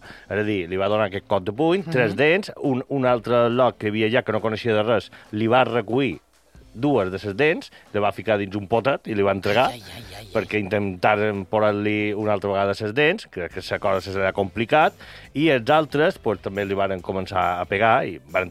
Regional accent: Inca, Balearic Islands, Spain; born there; Jo soc nascut a Inca i sempre n'hi ha hagut.

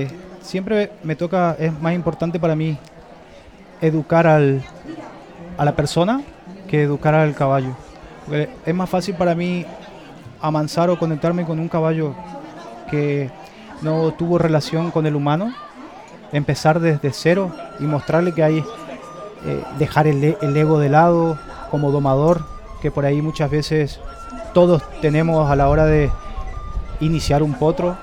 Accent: northern Argentina, Argentina; yo soy de Argentina, del norte de Argentina. Vengo de una familia muy tradicional, una familia gaucha del norte

